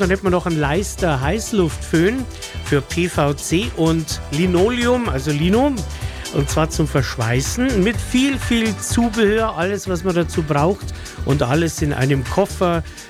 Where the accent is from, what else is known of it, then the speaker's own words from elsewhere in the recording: Velden an der Vils, Bavaria, Germany; Ja, jetzt gehen wir in meine Heimat mit dem nächsten Angebot. Da wird nämlich was verschenkt. Und zwar in Felden an der Vils.